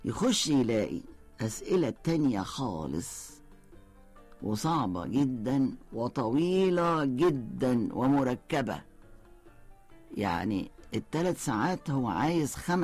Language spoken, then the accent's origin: Arabic; Cairo, Cairo Governorate, Egypt; المدارس اللي عندنا في القاهرة